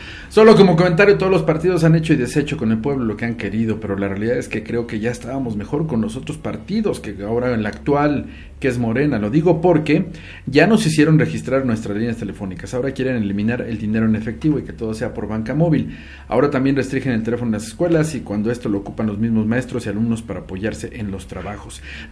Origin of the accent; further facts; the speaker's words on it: Tlaxcala, Mexico; una semana me la llevo yo a mi casa, que soy originaria de Tlaxcala